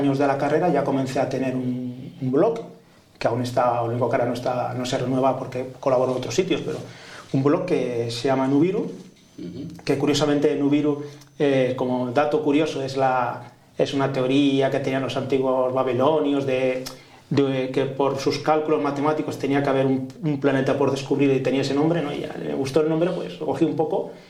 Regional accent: Barcelona, Catalonia, Spain; born there; Es un pueblo de Guadalajara, de donde son realmente nació mi padre. O sea, yo ya nací aquí en Barcelona

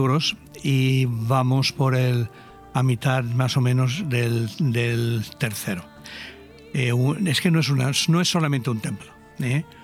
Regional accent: Callosa de Sarria, Valencian Community, Spain; yo le dije al obispo que como estaba mi madre aquí viuda en esta zona, somos de Callosa de Sarria.

